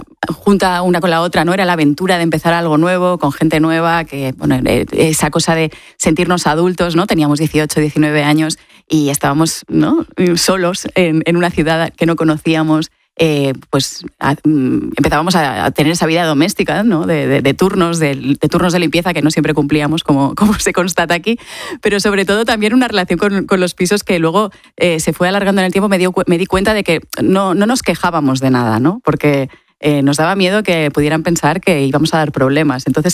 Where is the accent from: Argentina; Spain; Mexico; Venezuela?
Spain; Mallorca, Balearic Islands; now in Barcelona, Spain; cuando vives en Barcelona siendo de Mallorca, siempre me he preguntado yo de dónde soy. Soy mallorquina, soy barcelonesa, ¿de dónde soy?